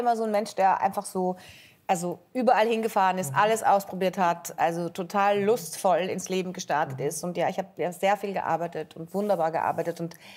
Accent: Northern Germany, Germany; Ich bin aus Norddeutschland. Da sagt man das. Der Alte, die Alte.

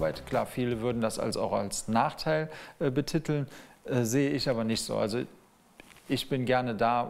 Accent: Bad Hönningen, Rhineland-Palatinate, Germany; ich komme ja hier ursprünglich aus Bad Hönningen und so ist man halt die ganze Zeit mit dem Schloss aufgewachsen, dass ich mal hier drin leben würde. Das hätte ich mir natürlich niemals gedacht. Aber von meinem Kinderzimmerfenster hatte ich immer einen perfekten Schlossblick.

